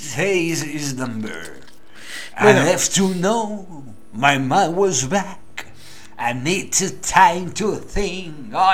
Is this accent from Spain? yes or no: no; Argentina; Negrito boludo argentino.